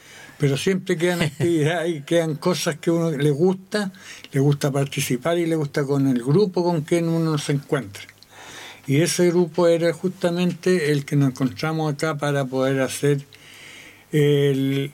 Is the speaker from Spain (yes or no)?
no; Talca, Maule, Chile; moved away as an adult; now in Panimávida, Chile; yo soy de acá, de la misma región del Maule, estoy muy cerca, yo soy de Talca, de la capital de la región, pero realmente estamos cerca